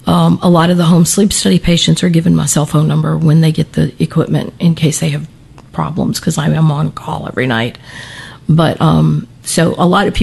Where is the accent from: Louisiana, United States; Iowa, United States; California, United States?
Louisiana, United States; New Orleans; I grew up in New Orleans.